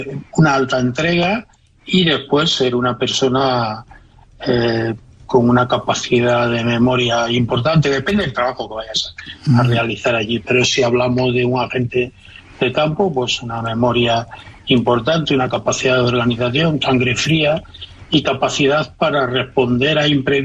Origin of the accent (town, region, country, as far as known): Galicia, Spain